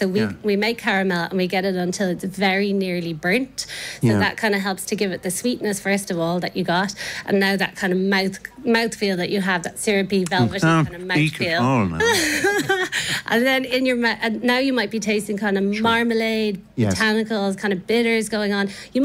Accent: Ireland; as Irish people

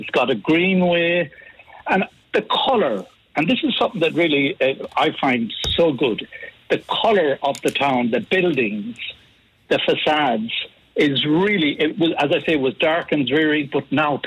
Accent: Galway, Connacht, Ireland; moved away; I'm from Galway originally

